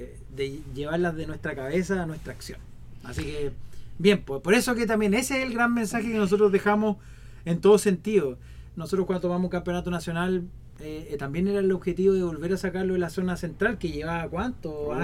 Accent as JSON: {"language": "Spanish", "town": "Coyhaique", "region": "Aysén", "country": "Chile", "moved": "yes", "said": "desde el primer momento que salí desde Coyhaique"}